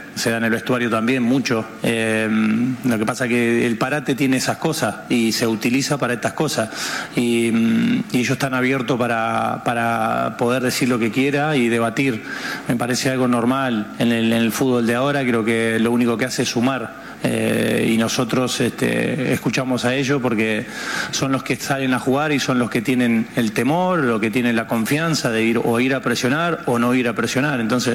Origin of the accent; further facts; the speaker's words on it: Argentina; Ahora que nosotros como argentinos tengamos memoria a esa gente que fue ahí